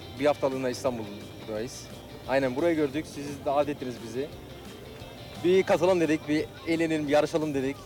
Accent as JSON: {"language": "Turkish", "country": "Germany", "tie": "born or raised there", "said": "Almanya'da doğduk, büyüdük."}